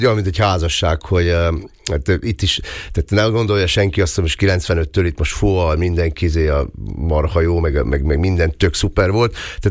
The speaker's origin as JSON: {"language": "Hungarian", "town": "Eger", "region": "Heves", "country": "Hungary", "tie": "born or raised there", "said": "én mai napig büszke vagyok arra, hogy egri születésű vagyok."}